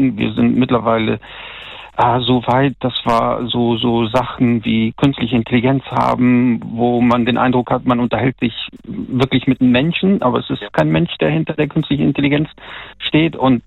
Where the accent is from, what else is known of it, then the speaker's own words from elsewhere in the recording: North Rhine-Westphalia, Germany; ich komme hier aus NRW